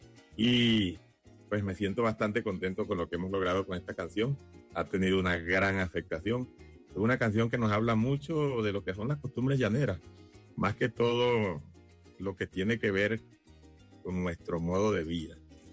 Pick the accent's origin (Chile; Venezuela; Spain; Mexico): Venezuela; Elorza, Apure; yo vengo de Lorza, estado Apure, Venezuela. Soy colombo venezolano porque soy hijo de madre colombiana de Arauca.